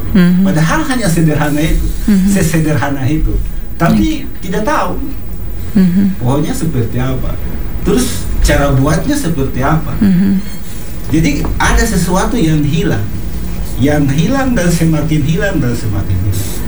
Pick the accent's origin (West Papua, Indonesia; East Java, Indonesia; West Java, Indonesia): West Papua, Indonesia; Fakfak; kita di Fakfak ini